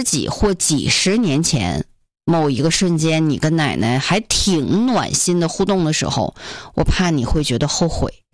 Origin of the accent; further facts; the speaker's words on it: China; 我们中国人